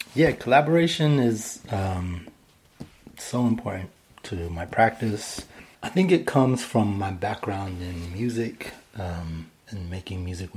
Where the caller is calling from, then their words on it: London, United Kingdom; I'm calling in from London, from my kitchen in London, on the east side, near Haggerston